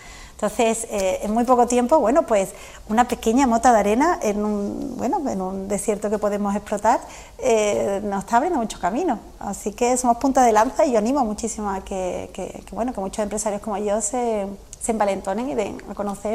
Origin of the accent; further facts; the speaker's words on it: Huelva, Andalusia, Spain; Hay como soy de Huelva y soy de costa, y he vivido muchos años en interior